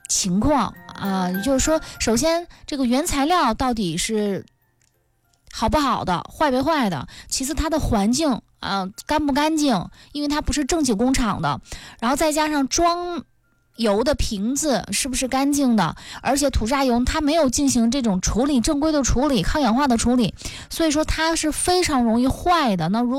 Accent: Northeast China, China; accent: Northeastern (Dongbei) dialect; 用我们东北话说呢

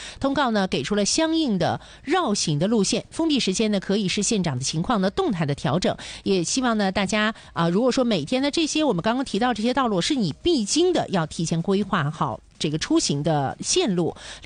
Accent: Dalian, Liaoning, China

